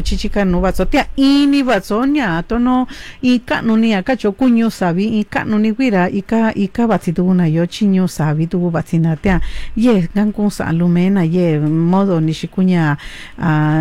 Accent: Mixteca, Mexico; a pesar de que tenemos un idioma totalmente distinto, pues provenimos de la misma región, somos de la Mixteca

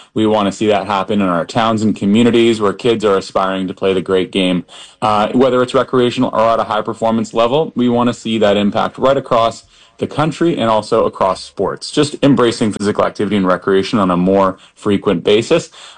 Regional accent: Canada

